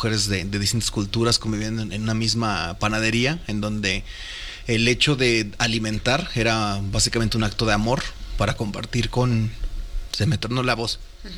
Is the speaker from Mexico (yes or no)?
yes; Ayutla de los Libres, Guerrero, Mexico; Soy del estado de Guerrero.